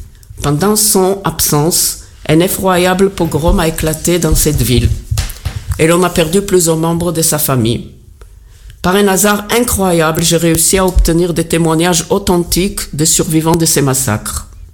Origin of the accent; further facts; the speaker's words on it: Israel; moved away as an adult; now in Marseille, France; Je suis née en Israël en 1949, des parents qui sont arrivés tout juste de la Roumanie.